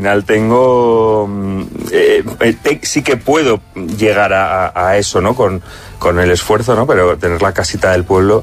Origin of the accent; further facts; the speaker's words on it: Castile and León, Spain; Pero estuve en mi pueblo, el típico pueblo español, en la provincia de Zamora